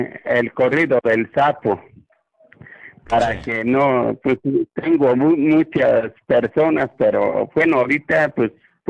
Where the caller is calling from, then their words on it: Cotlán, Aguascalientes, Mexico; de Cotlán, Aguascalientes.